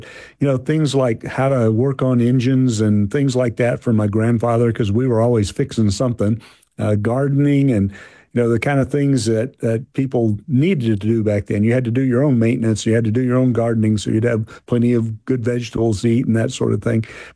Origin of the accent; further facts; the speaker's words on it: Opelika, Alabama, United States; moved away; you mentioned Opelika. That is my hometown, and it's where I spent a lot of my growing up formative years, and it's a wonderful place to have grown up. Small town, hardworking people. I grew up with my grandparents and lived with them.